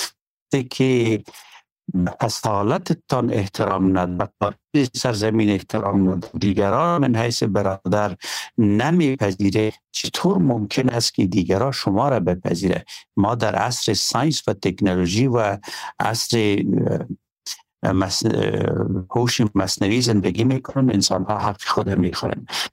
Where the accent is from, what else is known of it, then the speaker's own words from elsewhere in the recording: Afghanistan; ما از کشور هستین، افغان هستین